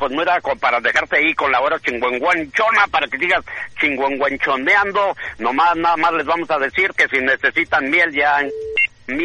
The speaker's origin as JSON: {"language": "Spanish", "town": "Acámbaro", "region": "Guanajuato", "country": "Mexico", "tie": "born or raised there", "moved": "yes", "said": "de mi pueblo, Acámbaro, Guanajuato"}